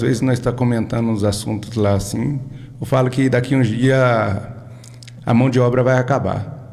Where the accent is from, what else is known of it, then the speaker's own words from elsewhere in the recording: Morro Agudo, São Paulo, Brazil; Eu sou de Morragudo.